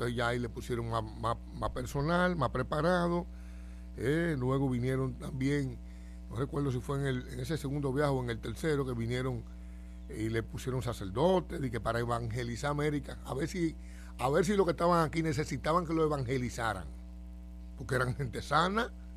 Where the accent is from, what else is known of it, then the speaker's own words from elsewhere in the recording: Nagua, María Trinidad Sánchez, Dominican Republic; en el municipio de donde yo soy, de Nagua